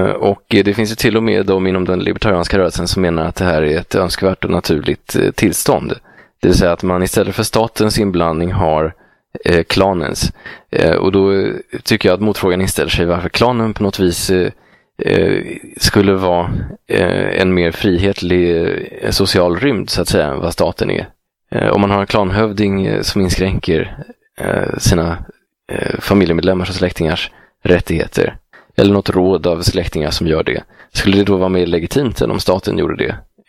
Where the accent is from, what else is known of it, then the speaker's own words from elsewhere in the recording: Sweden; att kunna välja vilket land jag vill bosätta mig i med ganska vida möjligheter som svensk